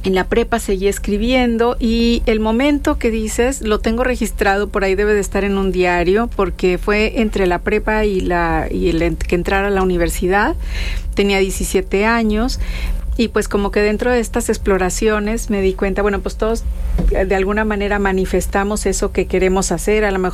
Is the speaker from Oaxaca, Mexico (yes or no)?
no; Monterrey, Nuevo León, Mexico; yo nací aquí en Monterrey, soy muy norteña porque soy de familia de aquí y mi papá es de Chihuahua.